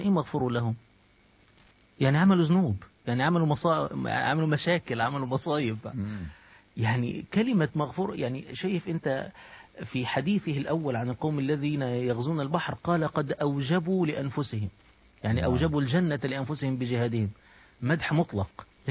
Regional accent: Egypt; باعتباري مصري

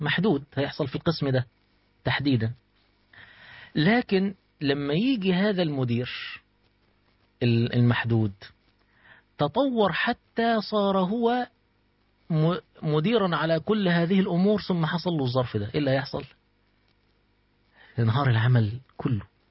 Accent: Egypt; إحنا عندنا في مصر مثلا طول عمرنا عندنا الأزهر

